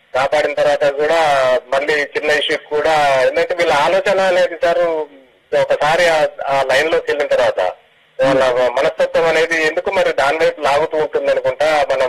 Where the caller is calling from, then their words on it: Telangana, India; Sir, నేను కుట్రాల నుంచి call చేశాను సార్.